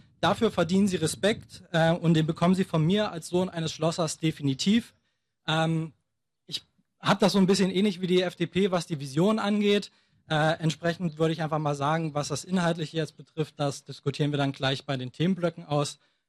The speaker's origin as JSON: {"language": "German", "town": "Lutherstadt Wittenberg", "region": "Saxony-Anhalt", "country": "Germany", "moved": "as an adult", "said": "Ich komme ursprünglich aus Lutherstadt Wittenberg, habe dort auch mein Abitur gemacht vor 5 Jahren"}